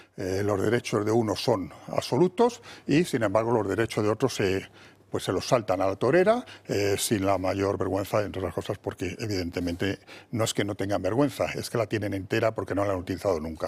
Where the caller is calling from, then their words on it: Madrid, Community of Madrid, Spain; yo como madrileño, es uno de los sitios esenciales de mi ciudad